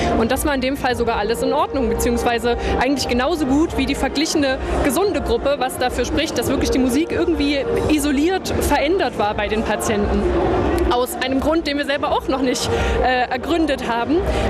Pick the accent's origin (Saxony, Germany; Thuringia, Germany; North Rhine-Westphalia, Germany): Saxony, Germany; Zwickau; ich bin fast 26, bin in Zwickau nicht geboren, aber zumindest groß geworden, bin hier zur Schule gegangen